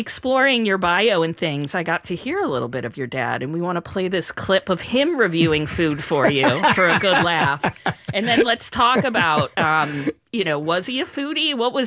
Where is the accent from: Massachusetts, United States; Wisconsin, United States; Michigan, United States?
Massachusetts, United States; Gloucester; also born or lived in Montreal; Well, when I was young, I used to watch the show when I grew up in Gloucester. And when I moved to Montreal, I got an antenna for my TV.